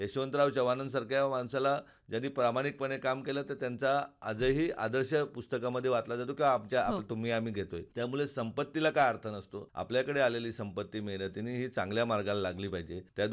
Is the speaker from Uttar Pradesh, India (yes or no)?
no; Jawhar, Maharashtra, India; जव्हार तालुक्यामध्येच आम्ही राहत होतो.